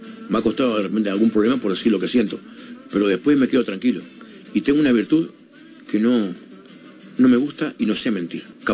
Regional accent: Montevideo, Uruguay; Y de los 5 años hasta los 20 viví en Nuevo París. Y después me mudé para el lado de La Unión y ahora estoy en Malvin Norte.

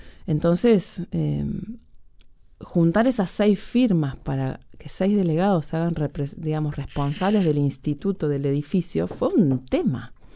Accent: Montevideo, Uruguay; also born or lived in Buenos Aires; now in New York, United States; yo me mudé de Uruguay hace 16 años, antes no, de Buenos Aires a Nueva York, después, o sea, qué tipo... Hay miles de cosas que yo dejé en Montevideo

